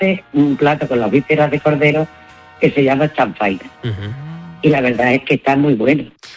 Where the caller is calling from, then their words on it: Malpartida de Cáceres, Extremadura, Spain; Mi pueblo es Malpartida de Cáceres.